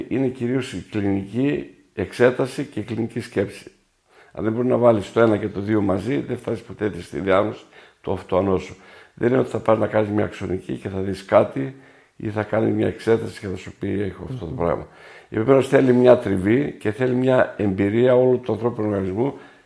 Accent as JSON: {"language": "Greek", "town": "Metsovo", "region": "Epirus", "country": "Greece", "also_born_or_lived": "Ioannina / United States / Crete", "moved": "yes", "said": "η καταγωγή μου από το Μέτσοβο, είμαι Βλάχος."}